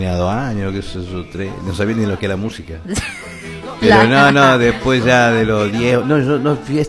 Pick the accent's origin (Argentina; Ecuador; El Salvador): Argentina